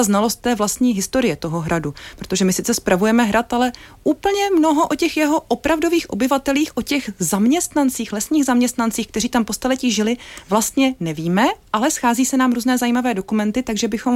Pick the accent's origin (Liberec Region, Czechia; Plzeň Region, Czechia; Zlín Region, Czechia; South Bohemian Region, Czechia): Plzeň Region, Czechia; Plzeň; moved away as an adult; also born or lived in Prague; pocházím z Plzně, což je samozřejmě poměrně velké město, a pak jsme studovali v Praze